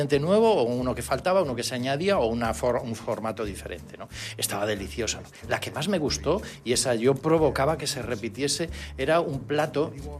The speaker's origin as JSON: {"language": "Spanish", "region": "Galicia", "country": "Spain"}